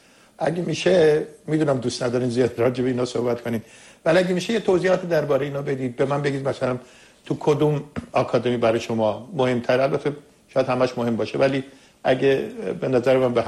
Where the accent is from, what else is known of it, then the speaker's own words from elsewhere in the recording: Iran; برای من به عنوان یک ایرانی